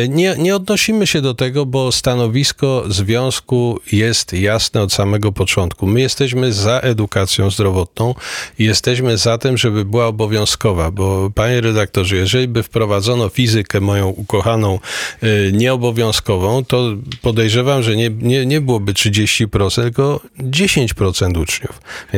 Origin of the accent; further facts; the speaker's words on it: Lesser Poland, Poland; Mówię u nas w Galicji, no bo wiadomo, Kraków był częścią szczęśliwej Austrii.